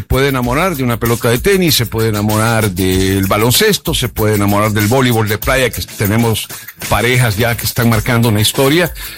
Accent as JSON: {"language": "Spanish", "country": "El Salvador"}